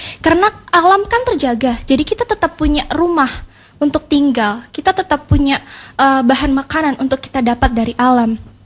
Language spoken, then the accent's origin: Indonesian; East Nusa Tenggara, Indonesia; sebagai remaja yang tumbuh dan besar di Nusa Tenggara Timur